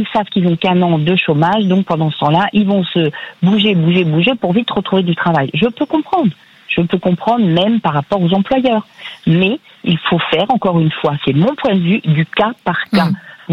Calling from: Centre-Val de Loire, France; dans le Loiret.

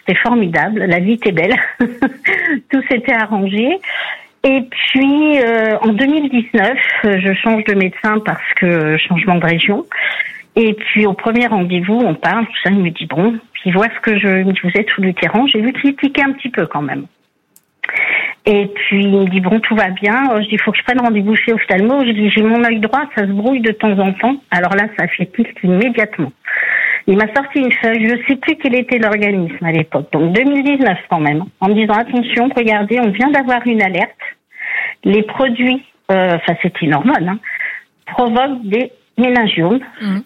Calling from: Centre-Val de Loire, France; De l'Indre.

